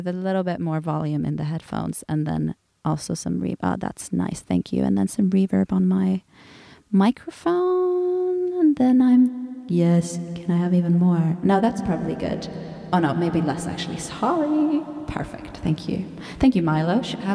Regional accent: Gothenburg, Västra Götaland, Sweden; I grew up in Sweden. It wasn't like that was any. But the weird thing, though, is I'm from Gothenburg

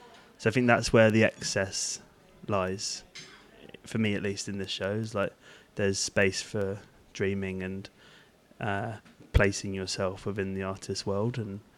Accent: Hastings, South East England, United Kingdom; I grew up in Hastings

